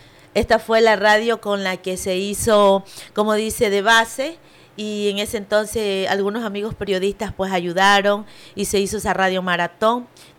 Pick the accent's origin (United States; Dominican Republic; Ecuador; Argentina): Ecuador; Manta, Manabí; born there; also born or lived in San Lorenzo, Manabí, Ecuador; Entonces, yo terminé mi educación primaria aquí.